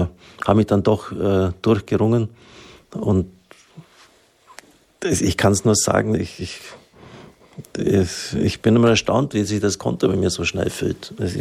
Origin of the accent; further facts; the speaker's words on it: Swabia, Germany; Ich bin ein Schwabe.